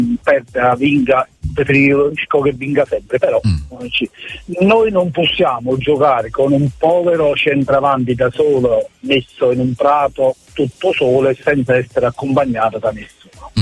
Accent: Campania, Italy; born there; io sono di Castelnuovo, sono Positano nato

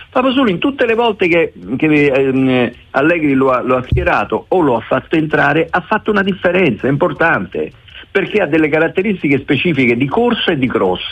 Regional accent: Naples, Campania, Italy; Io sono napoletano come te

